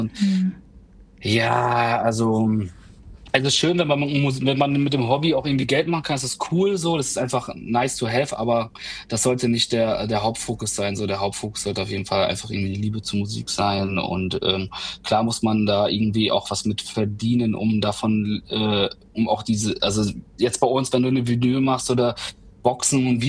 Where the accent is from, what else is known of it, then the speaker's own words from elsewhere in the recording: Hörstel, North Rhine-Westphalia, Germany; born there; moved away as an adult; now in Osnabrück, Germany; ich komme ursprünglich aus Hörste. Das ist ein kleines Dorf in Kreis Steinfurt in NRW. Und genau, da komme ich ursprünglich her. Ich bin vor 19 Jahren nach Osnabrück gezogen.